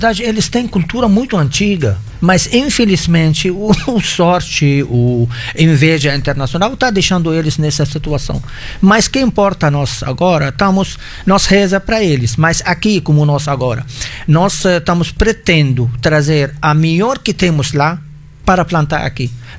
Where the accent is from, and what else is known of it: Lebanon; born or raised there; Portuguese is a second language; moved away as an adult; now in Brazil